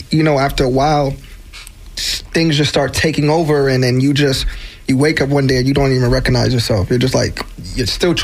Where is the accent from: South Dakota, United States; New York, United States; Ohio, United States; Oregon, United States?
New York, United States; Bronx; is born and raised Bronx, New York.